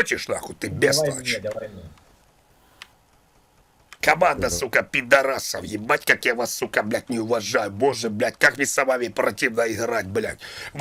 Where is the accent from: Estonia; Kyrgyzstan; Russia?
Estonia; Я сам из Эстонии, братан. Я эстонец, понимаешь?